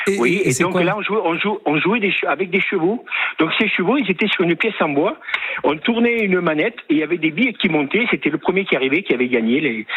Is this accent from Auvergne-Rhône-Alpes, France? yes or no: yes; Auvergne-Rhône-Alpes, France; moi, je suis pas du Gers, comme vous avez dit tout à l'heure, je suis de Rhône-Alpes.